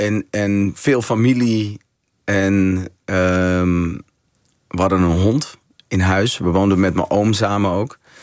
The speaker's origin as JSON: {"language": "Dutch", "town": "De Rijp", "region": "North Holland", "country": "Netherlands", "tie": "born there", "said": "ja, ja, ik ben geboren in Noordeinde, het Rijp."}